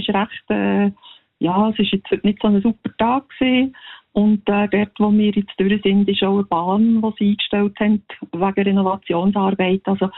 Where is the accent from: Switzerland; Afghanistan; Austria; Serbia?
Switzerland; Lucerne; Ja, mein Musikwunsch ist von … weil wir sind Luzerner und … ist ein Luzerner.